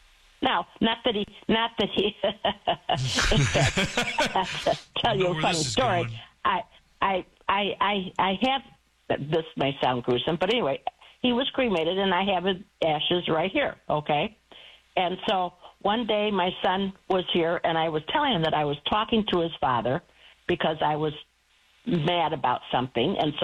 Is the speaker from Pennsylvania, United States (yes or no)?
no; Chicago, Illinois, United States; accent: Chicago; moved away as an adult; now in Spring, Texas, United States; And as you probably can hear, I am not a born Texan. Everybody keeps telling me I still have my Chicago accent